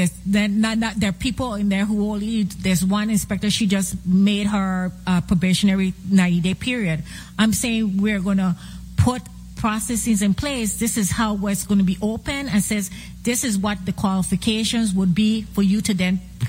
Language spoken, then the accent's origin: English; St. Thomas, U.S. Virgin Islands; I come from St. Thomas